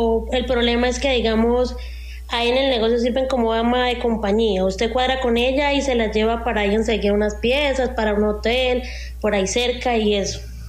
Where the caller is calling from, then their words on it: Huila, Colombia; yo soy del Huila.